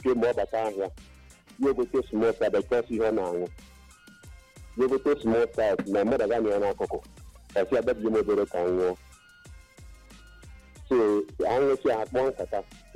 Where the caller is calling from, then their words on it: Calabar, Cross River, Nigeria; I'm calling from Ajasaw in Calabar.